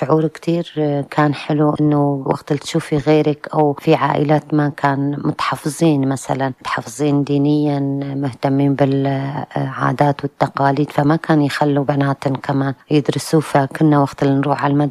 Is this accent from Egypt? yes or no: no; Qamishli, Al-Hasakah Governorate, Syria; Arabic is a second language; نحن كبرنا بالحي الغربي بالقامشلي بالحارة الغربية معروفة كبرنا بحارة شعبية حارة كلها بيوت طينية وحواش عربية